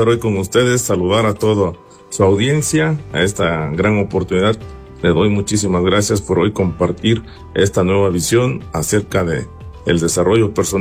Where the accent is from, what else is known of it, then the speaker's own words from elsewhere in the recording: Tlapa de Comonfort, Guerrero, Mexico; Yo soy del municipio de Tlapa de Comonfort, Guerrero. Aquí tienen su casa, donde vivimos una infancia muy feliz.